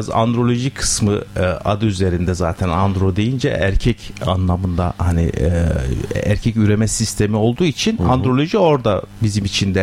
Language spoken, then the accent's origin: Turkish; Kırşehir, Turkey; moved away as an adult; also born or lived in Izmir / Ankara; 1973 Kırşehir'de doğdum. İlk ve orta öğrenimi Kırşehir'de tamamladım.